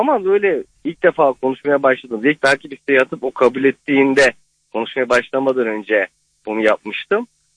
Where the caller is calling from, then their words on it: Istanbul, Turkey; Hoş buldum. İstanbul'dayım.